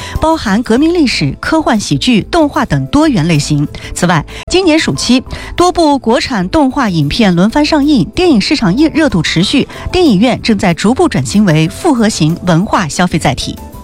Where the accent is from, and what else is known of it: Xinjiang, China